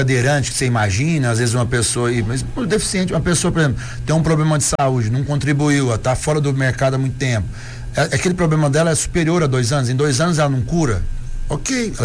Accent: Brazil; Somos brasileiros

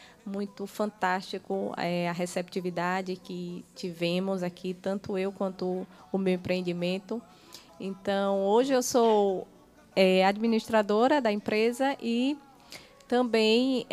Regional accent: Senhor do Bonfim, Bahia, Brazil; now in Conceição do Jacuípe, Brazil; Não sou daqui, eu sou de Senhor do Bonfim. Na verdade, Conceição de Jacuípe me acolheu muito bem, eu tenho um carinho enorme para essa cidade, já estou me sentindo uma cidadã com jacuipense

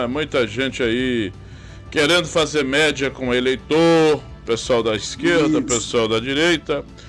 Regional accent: Bahia, Brazil; Eu sou baiano também.

